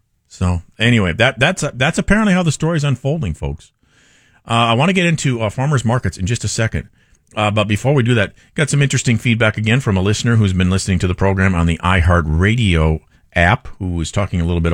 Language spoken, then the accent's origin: English; California, United States; I'm going to vote for what's good for me as a Californian, as a taxpayer.